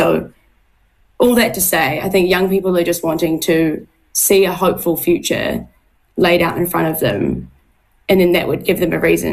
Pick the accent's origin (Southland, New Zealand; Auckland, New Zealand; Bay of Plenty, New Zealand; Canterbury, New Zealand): Bay of Plenty, New Zealand; Tauranga; now in Wellington, New Zealand; I'm from Tauranga